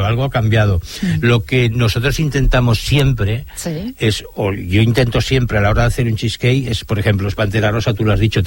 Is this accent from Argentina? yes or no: no; Sant Boi de Llobregat, Catalonia, Spain; San Boi, mi pueblo